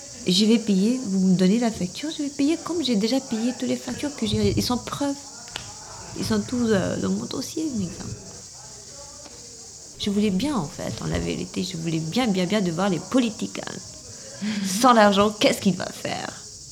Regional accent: Albania; now in France; Oui, mais je suis venue de l'Albanie.

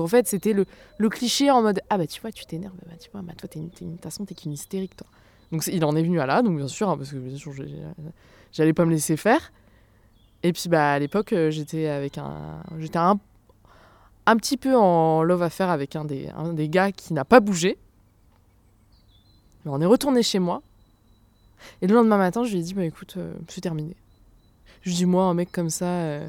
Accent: Brittany, France; J'ai grandi en Pays de Bigouden, donc Finistère Sud.

